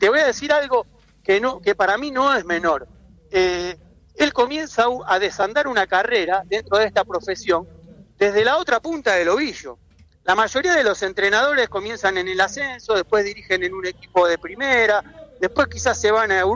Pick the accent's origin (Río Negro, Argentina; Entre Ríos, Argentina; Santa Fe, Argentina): Santa Fe, Argentina; Cafferata; yo tengo en Caferata, en mi pueblo, porque el punto de coincidencia que tenemos con Leonel es que los dos hemos nacido, hemos crecido y hemos sido criados en pueblos muy pequeños del interior.